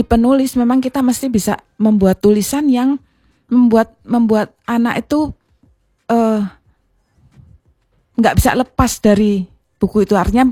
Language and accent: Indonesian; Java, Indonesia; also born or lived in Sumba; Saya orang NTT, tetapi lahir besar di Jawa.